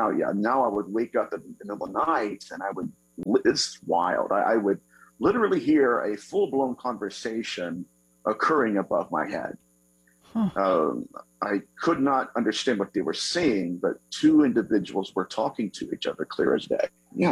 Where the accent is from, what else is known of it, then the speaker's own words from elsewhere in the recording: Dayton, Ohio, United States; I am from Dayton, Ohio, so I'm a Buckeye.